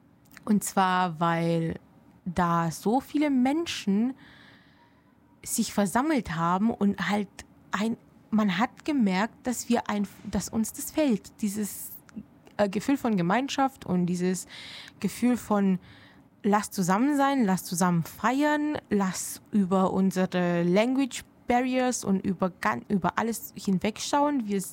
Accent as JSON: {"language": "German", "town": "Heilbronn", "region": "Baden-Württemberg", "country": "Germany", "said": "ich komme ja ursprünglich aus Heilbronn und ich bin ja dort öfters, weil ich pendle zwischen Uni und zu Hause."}